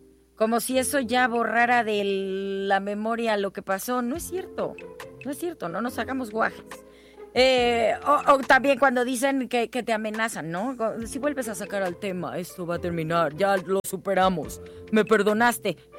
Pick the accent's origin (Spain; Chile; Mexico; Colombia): Mexico; Guadalajara, Jalisco; moved away; Gonzalo Oliveros anda ya por mi tierra, está en Guadalajara, Jalisco